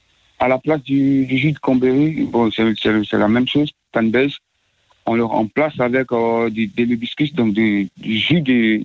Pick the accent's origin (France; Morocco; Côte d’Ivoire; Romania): Côte d’Ivoire; Chez nous, en Côte d'Ivoire, on appelle le bissap.